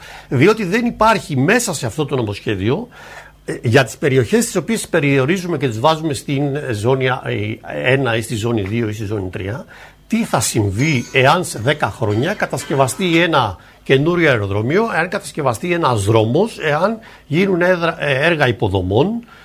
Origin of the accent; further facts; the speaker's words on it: Crete, Greece; ότι επειδή καταγόμαστε από την Κρήτη ή επειδή αγαπάμε την Κρήτη.